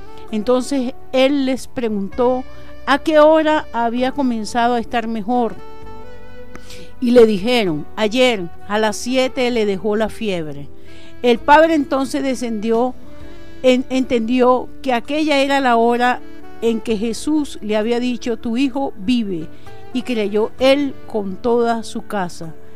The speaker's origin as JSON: {"language": "Spanish", "country": "Venezuela"}